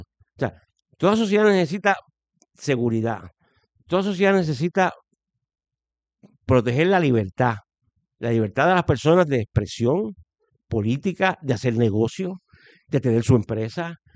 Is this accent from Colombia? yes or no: no; Puerto Rico; also born or lived in Boston; Yo soy puertorriqueño, al año estaba aquí, me he criado aquí, he vivido aquí